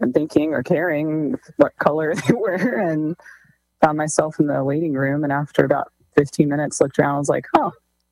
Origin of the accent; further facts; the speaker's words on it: Texas, United States; I'm from Texas, and there's not a lot of black people where I live in Texas before.